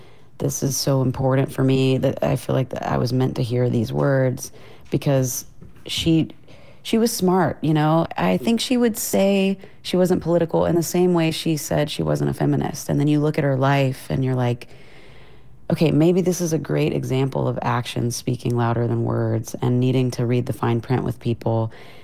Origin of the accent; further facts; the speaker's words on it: Meridian, Mississippi, United States; born or raised there